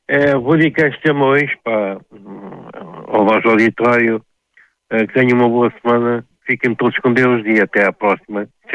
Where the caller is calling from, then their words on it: Marinha Grande, Centro, Portugal; boa noite a todos os ouvintes, uma boa semana para toda a gente. Eu sou da Marinha Grande